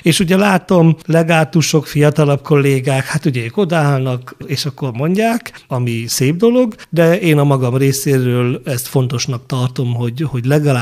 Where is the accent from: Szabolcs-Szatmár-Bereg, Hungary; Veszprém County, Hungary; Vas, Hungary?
Szabolcs-Szatmár-Bereg, Hungary; Nagyhalász; én nagyhalászi születésű vagyok